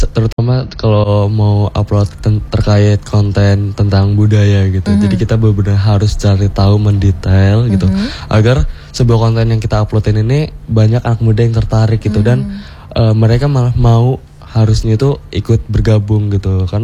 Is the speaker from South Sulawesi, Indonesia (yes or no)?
no; Panjang, Lampung, Indonesia; terutama di daerahku itu di daerah Panjang itu udah banyak banget pariwisata